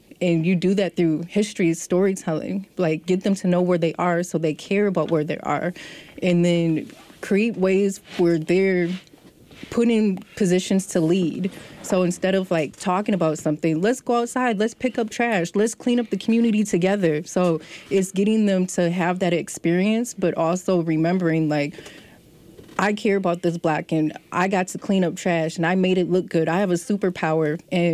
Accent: Saint Paul, Minnesota, United States; Growing up in Rondo

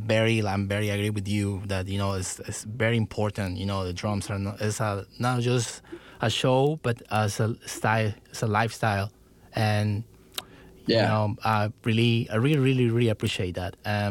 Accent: Cali, Valle del Cauca, Colombia; I'm from Cali, Colombia.

